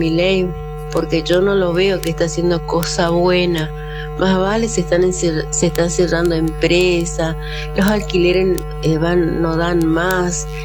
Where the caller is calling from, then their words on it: Argentina; Soy del Valle Primera Junta